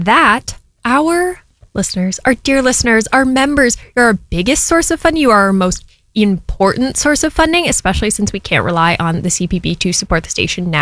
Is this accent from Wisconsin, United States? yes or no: yes; Milwaukee, Wisconsin, United States; moved away as an adult; also born or lived in New Hampshire; To Milwaukee last summer. Lovely to be back in my hometown.